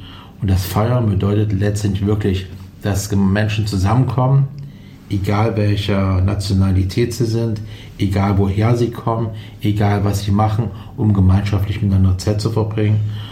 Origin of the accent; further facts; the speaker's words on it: Saxony-Anhalt, Germany; now in Thuringia, Germany; Ich komme zum Beispiel auch aus Sachsen-Anhalt, von daher bin ich auch ein kleiner Migrant.